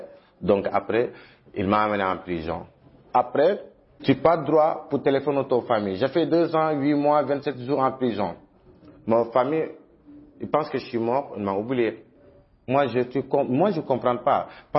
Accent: Senegal; moi je suis sénégalais.

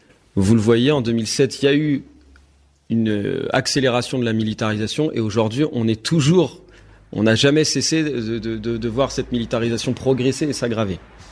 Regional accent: Nantes, Pays de la Loire, France; Je suis nantais

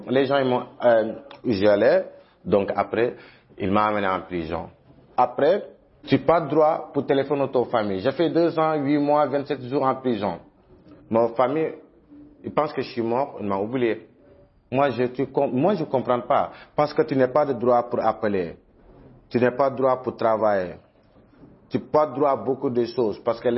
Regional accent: Senegal; moi je suis sénégalais.

